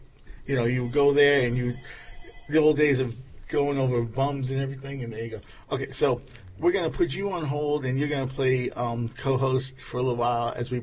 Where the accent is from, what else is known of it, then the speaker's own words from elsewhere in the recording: Valley Stream, New York, United States; I grew up in Valley Stream. I've been there 55 years.